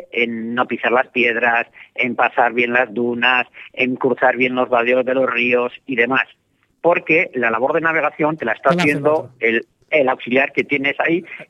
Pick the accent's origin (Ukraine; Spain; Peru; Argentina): Spain; soy el único español que 3 veces ha estado en el Dakar de verdad